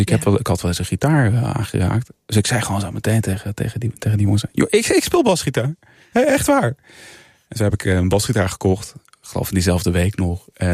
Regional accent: Culemborg, Gelderland, Netherlands; Dat ligt vlakbij de stad waar ik vandaan kom.

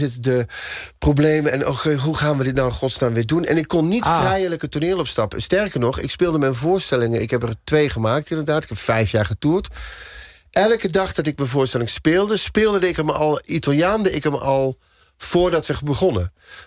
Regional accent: Veghel, North Brabant, Netherlands; En ik kom uit Veghel, dus.

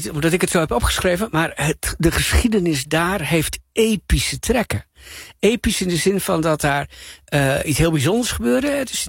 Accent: Drenthe, Netherlands; Ik kom uit Drenthe.

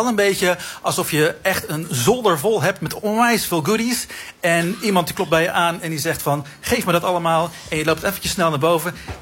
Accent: North Brabant, Netherlands; born there; now in Gouda, Netherlands; Ik ben geboren in Brabant

